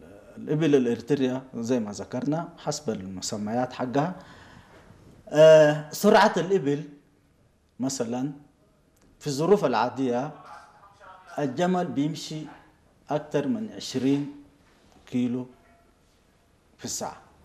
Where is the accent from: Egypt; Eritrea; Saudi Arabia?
Eritrea; وهذه الأصناف الممكنة الموجودة عندنا في إريتريا